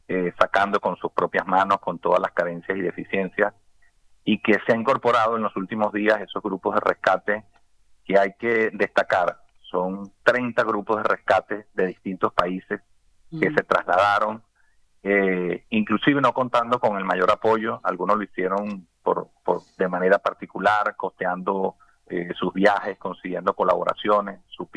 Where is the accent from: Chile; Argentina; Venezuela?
Venezuela; now in Spain; Nosotros como tantos venezolanos